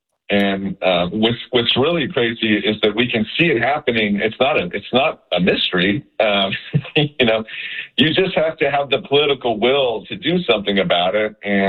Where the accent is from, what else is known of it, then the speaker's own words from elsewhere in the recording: California, United States; when we were all young growing up in California.